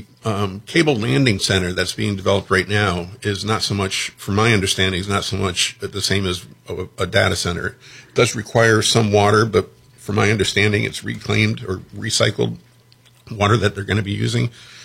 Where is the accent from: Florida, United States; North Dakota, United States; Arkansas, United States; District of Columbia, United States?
Florida, United States; Fort Lauderdale; Growing up in Fort Lauderdale, when I first moved there in the early mid '60s, you know, it was farmland and cow pastures, open spaces.